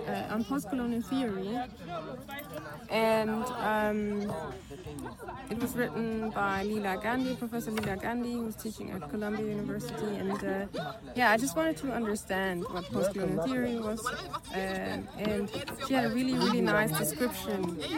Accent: Southern Germany, Germany; da wo ich herkomme oder wo ich aufgewachsen bin, im Süden von Deutschland, war ich auch immer die Einzige im Tennisclub Schwarze

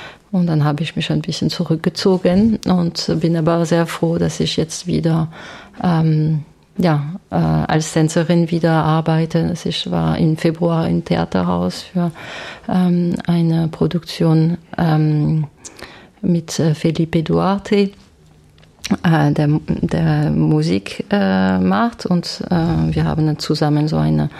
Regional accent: Paris, Île-de-France, France; also born or lived in Lyon; Also ich bin in Paris aufgewachsen, oder bei Paris in La Défense. Und dann bin ich zur Ballettschule in Lyon gegangen. Und dann hatte ich ein Stipendium, um ein Jahr in Deutschland im Ausland zu studieren.

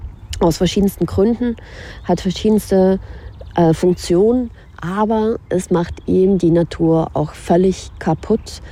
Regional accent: Ukraine; als ich das erste Mal wieder in der Ukraine war, also so richtig in meiner Heimatstadt und dann die Zerstörung gesehen habe

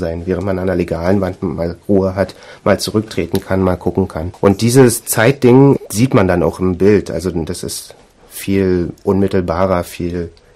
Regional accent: Berlin, Germany; moved away as an adult; now in Dresden, Germany; ich komme aus Berlin, studiere jetzt hier in Dresden Kunst an der HFBK

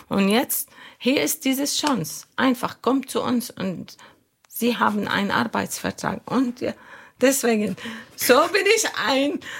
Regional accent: Lebanon; German is a second language; moved away as an adult; now in Chemnitz, Germany; Ich komme aus dem Libanon.

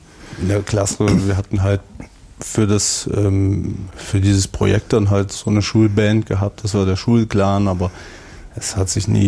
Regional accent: Erfurt, Thuringia, Germany; born or raised there

